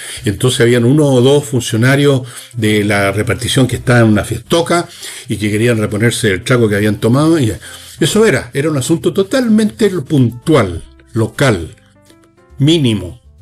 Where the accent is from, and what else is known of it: Chile